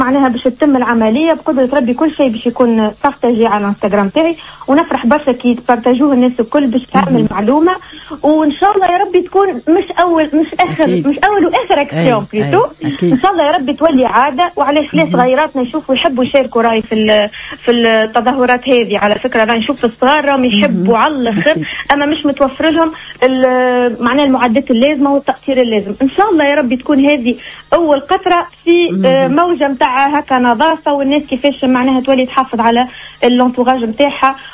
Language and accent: Arabic; Tunisia; وراهي بلادنا زينة البلدان